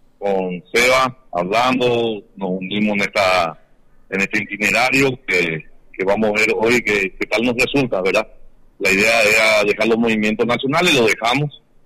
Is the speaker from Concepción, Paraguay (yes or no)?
no; Fram, Itapúa, Paraguay; now in Encarnación, Paraguay; yo soy de Fran